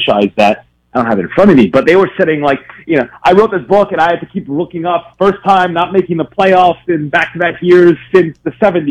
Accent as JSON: {"language": "English", "region": "New York", "country": "United States", "said": "Right, I'm from New York"}